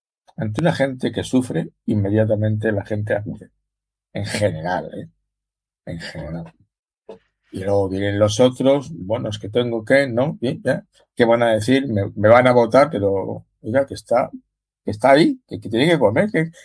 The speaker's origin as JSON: {"language": "Spanish", "country": "Spain", "said": "Soy español, pero he empezado por ahí."}